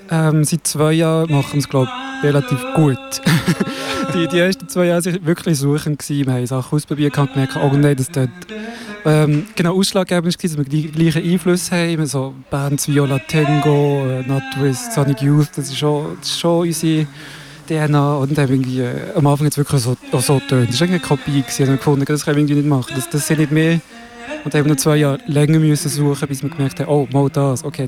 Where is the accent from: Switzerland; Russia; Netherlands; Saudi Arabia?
Switzerland; Fribourg; now in Bern, Switzerland; ursprünglich bin ich aus Fribourg